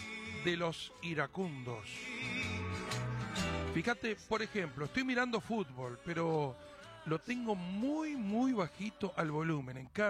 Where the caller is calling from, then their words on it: Maldonado, Uruguay; de Maldonado. Estoy laburando, soy casero.